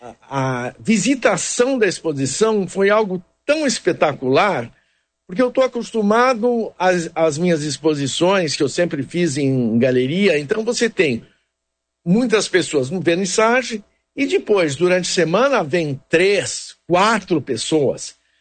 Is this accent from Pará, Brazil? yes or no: no; São Paulo, Brazil; born there; Olha, eu nasci em São Paulo em 1954, tenho a peculiaridade e o privilégio de ter nascido de um pai e uma mãe, de certa maneira, muito distinto da normalidade das pessoas.